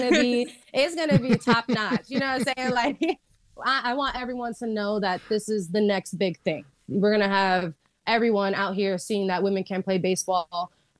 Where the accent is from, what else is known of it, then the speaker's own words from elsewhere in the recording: New York, United States; I'm a New Yorker born and raised here my entire life, still here.